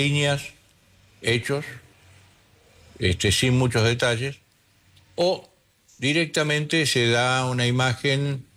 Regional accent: Argentina; soy argentino

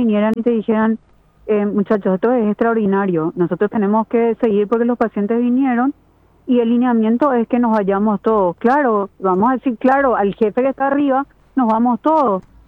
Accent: Paraguay; ¿Qué queremos nosotros como paraguayos?

